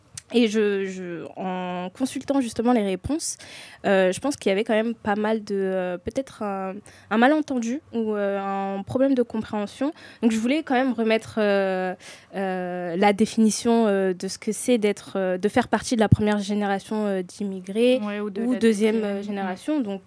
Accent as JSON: {"language": "French", "country": "France", "tie": "born there", "said": "je fais partie de la deuxième génération. Je suis née en France et ma mère fait partie de la deuxième génération"}